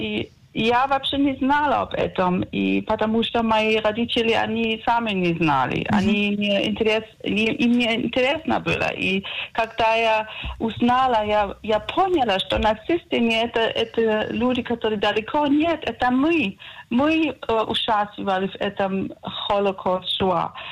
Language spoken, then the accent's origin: Russian; East Germany, Germany; Russian is a second language; also born or lived in Belarus; Я из Восточной Германии. Когда я была, я учила 5 лет в школе русский, и я еще жила тоже в Беларуси.